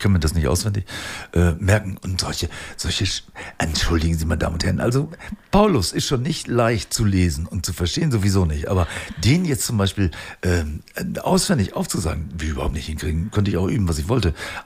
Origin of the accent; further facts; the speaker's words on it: southern Osnabrück district, Lower Saxony, Germany; Das hört man gerne als Osnabrücker. Oder, Rand Osnabrücker. Ich komme aus dem Südkreis, meine Damen und Herren. Wie Sie sicherlich wissen, das ist mein Kiez.